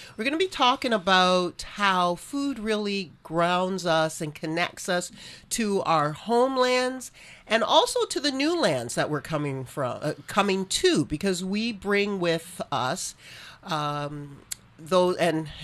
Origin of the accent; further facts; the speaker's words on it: Nigeria; now in United States; As you all know, I'm Nigerian, Canadian, and American by way of residence here in the United States.